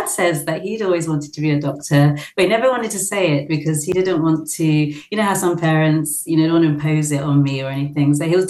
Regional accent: London, United Kingdom; But actually grew up in London. I grew up in Southeast London, initially, so Camberwell and Peckham, and did most of my childhood there. Went to sixth school in Southeast London as well.

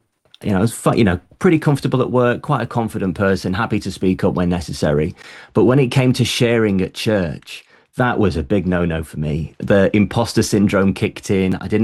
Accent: United Kingdom; we're very good as British people

